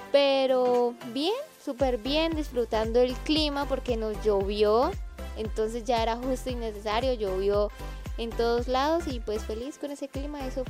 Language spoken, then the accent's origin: Spanish; Chinácota, Norte de Santander, Colombia; yo soy de Chinácota, el pueblito más lindo de Norte de Santander, y no fallo en ir todos los fines de semana a mi casita, a visitar a mi familia.